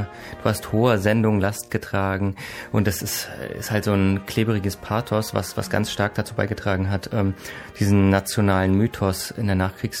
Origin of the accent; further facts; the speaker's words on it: Austria; Aber eigentlich sind wir Österreicher ja ein friedliebendes Völkchen von Menschen, die gerne Wein trinken und die Kultur lieben.